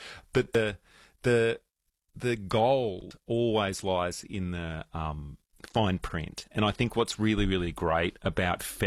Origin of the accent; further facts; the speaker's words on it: Melbourne, Victoria, Australia; I think that was a huge brainwashing force, at least where I grew up in Melbourne, to the ways of country.